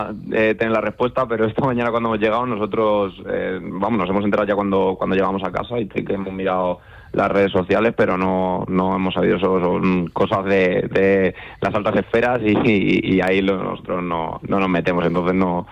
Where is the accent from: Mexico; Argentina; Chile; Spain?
Spain; Madrid, Community of Madrid; Yo es que soy de Vallecas y soy muy zalamero